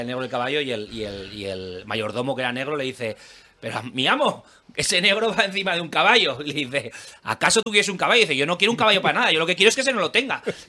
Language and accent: Spanish; Zaragoza, Aragon, Spain; pues yo como zaragozano, aragonés y zaragodista, me parece bien que se inviertan.